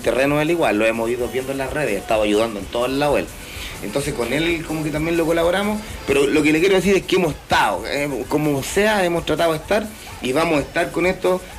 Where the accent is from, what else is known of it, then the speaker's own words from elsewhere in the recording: Los Ángeles, Biobío, Chile; Yo como soy de la octava región, tienen como ese estilo... Ellos son parralinos, bueno, yo soy de allá de Los Ángeles, de donde son los líderes, los machos de la cumbia.